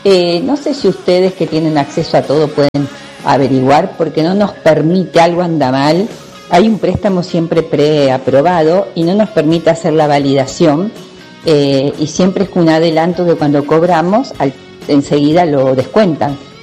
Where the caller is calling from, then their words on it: Sauce Viejo, Santa Fe, Argentina; hablo de Sauce Viejo.